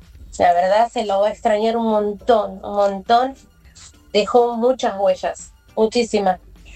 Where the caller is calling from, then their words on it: Morón, Buenos Aires Province, Argentina; de Morón.